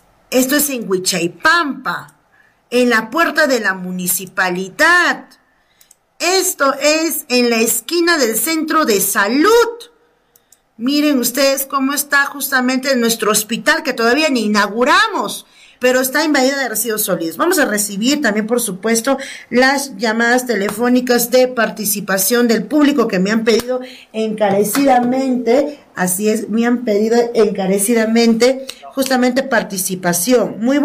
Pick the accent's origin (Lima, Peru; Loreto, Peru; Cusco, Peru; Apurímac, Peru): Apurímac, Peru; Chalhuahuacho; somos los vecinos de Chalhuahuacho